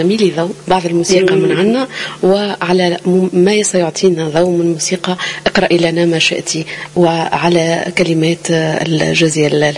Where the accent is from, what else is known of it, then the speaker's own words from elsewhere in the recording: Tunisia; اللي عندنا في تونس وفي عالمنا العربي.